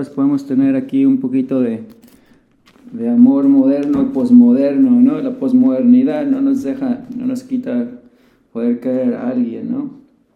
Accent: Mexico; now in Berlin, Germany

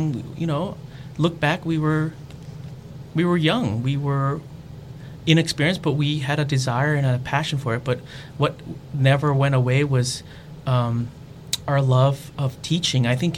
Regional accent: Virginia, United States; moved away as an adult; now in Chicago, United States; I grew up in Northern Virginia.

